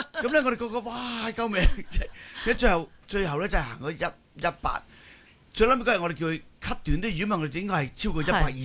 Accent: China; 我哋中國人講久旱逢甘露

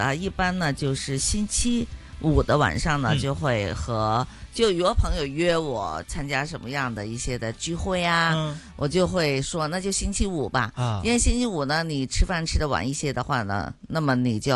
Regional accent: Hong Kong; 还有我们香港人喜欢吃的我们的豆腐豆浆

